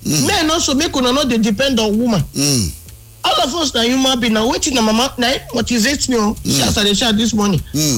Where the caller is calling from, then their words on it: Belgium; from Belgium.